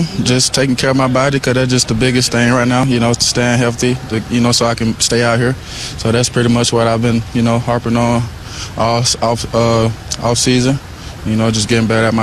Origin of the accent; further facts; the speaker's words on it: Atlanta, Georgia, United States; I grew up in Atlanta, Georgia.